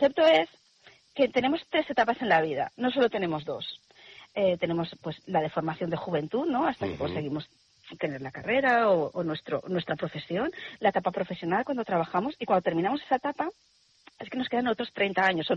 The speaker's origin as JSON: {"language": "Spanish", "country": "Spain", "said": "Nosotros somos españoles, júbilo, jubilarse, júbilo, alegría."}